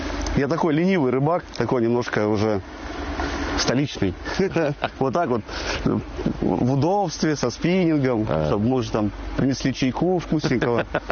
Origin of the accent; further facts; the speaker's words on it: Kurgan, Kurgan Oblast, Russia; Я родом из Кургана.